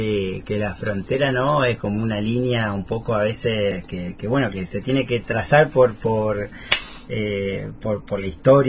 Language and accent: Spanish; Buenos Aires Province, Argentina; now in Corrientes, Argentina; me toca decirlo como porteño, si se quiere, que yo siempre digo, no soy porteño, soy conurbano